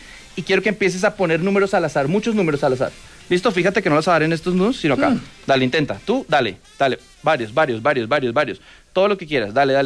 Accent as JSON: {"language": "Spanish", "region": "Bogotá", "country": "Colombia", "said": "yo soy de Bogotá."}